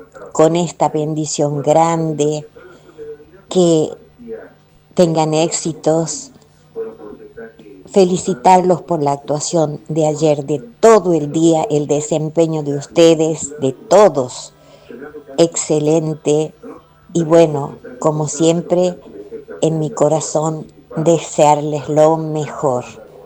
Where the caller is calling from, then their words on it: Santiago del Estero, Argentina; del Barrio Centenario.